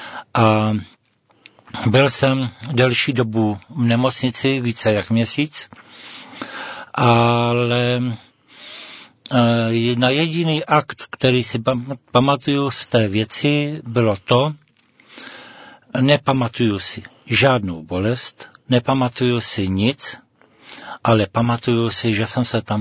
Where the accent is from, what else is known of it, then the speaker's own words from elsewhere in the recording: Nový Studenec, Vysočina Region, Czechia; Odeždírce nad Doubravou, přímo konkrétně ze Studence. Nový Studenec.